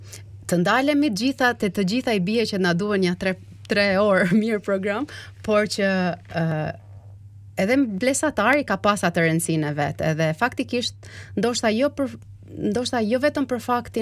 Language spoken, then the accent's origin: Albanian; Has, Kukës County, Albania; Unë jam nga Veriu i Shqipëris, nga Hasi.